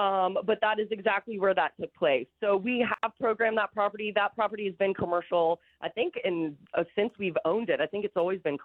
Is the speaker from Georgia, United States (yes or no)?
yes; Atlanta, Georgia, United States; also born or lived in western US; now in Chattanooga, United States; I'm born and raised in Atlanta and lived out west for a long time, so I'm fairly familiar with gondolas.